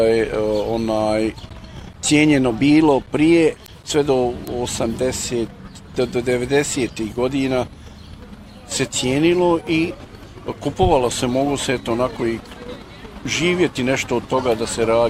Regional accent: Kakanj, Federation of Bosnia and Herzegovina, Bosnia & Herzegovina; dolazim iz Kaknja.

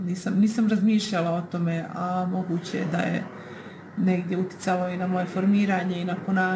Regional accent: Pale, Republika Srpska, Bosnia & Herzegovina; Prosto tata mi je sa Pala, pa sam odrasla na Palama.

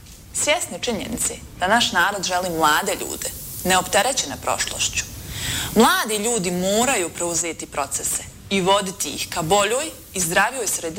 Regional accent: Gračanica, Federation of Bosnia and Herzegovina, Bosnia & Herzegovina; also born or lived in Doboj; Rođena sam u Doboju 4. septembra 1989. godine. Osnovnu i srednju medicinsku školu sam završila u Gračanici.

